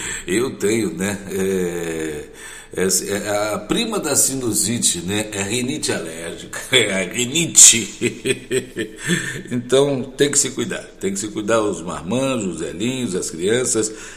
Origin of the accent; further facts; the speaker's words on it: Santo Antônio de Pádua, Rio de Janeiro, Brazil; lá na minha cidade, lá em Pádua, né? Eu morei um pouco, boa parte da minha infância em Pádua.